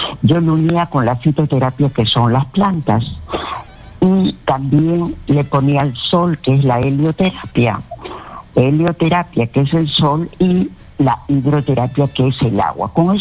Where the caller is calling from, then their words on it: Lima, Peru; Le llamo de San Martín de Porres.